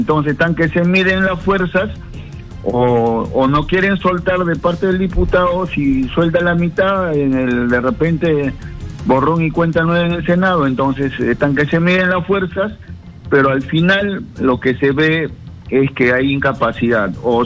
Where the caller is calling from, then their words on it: Lima, Peru; de San Juan del Urigancho.